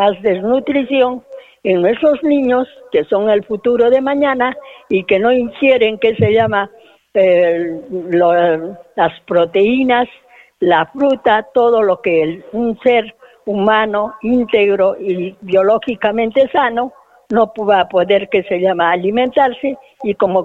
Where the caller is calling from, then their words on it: Peru; Yo como mujer, como peruana